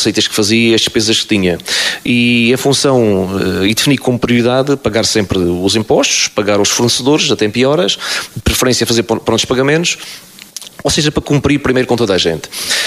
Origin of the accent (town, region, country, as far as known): Portalegre, Alentejo, Portugal; born or raised there; moved away as an adult